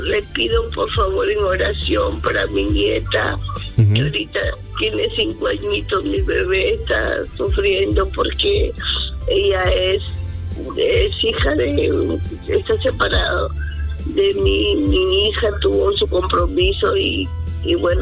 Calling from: Lima, Peru; Lo llamo de acá, de San Juan del Urigancho

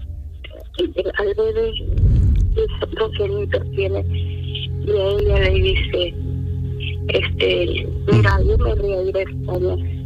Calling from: Chimbote, Ancash, Peru; Pastor, llamo de Chimbote.

